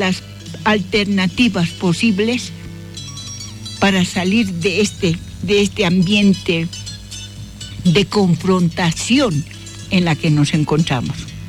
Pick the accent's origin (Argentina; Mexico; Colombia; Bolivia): Bolivia; donde todos los bolivianos nos sintamos con la mente, el corazón y todo lo que somos los seres humanos como bolivianos.